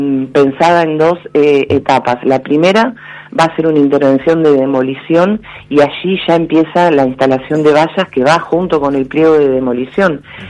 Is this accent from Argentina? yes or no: yes; Rosario, Santa Fe, Argentina; yo que soy de Rosario